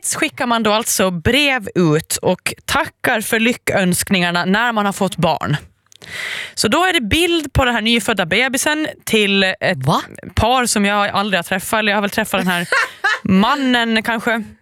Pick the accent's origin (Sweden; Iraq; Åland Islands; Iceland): Åland Islands; jag är född och uppvuxen på Åland.